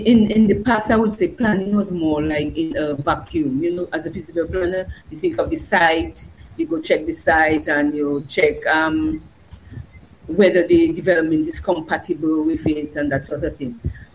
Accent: Marigot, Saint Andrew, Dominica; I was born in Marigot, born and bred in Marigot. When I passed the then common entrance examination, I came to town to go to secondary school

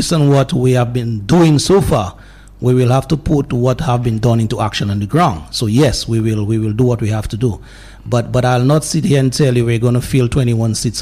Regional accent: Dominica; Dominicans, we are suffering

